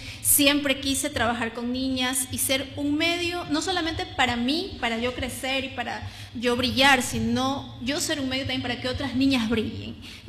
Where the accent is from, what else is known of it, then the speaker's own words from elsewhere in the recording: Manta, Manabí, Ecuador; feliz de estar en mi amada Manta, mi tierra, que me vio nacer, que me vio crecer en mi carrera.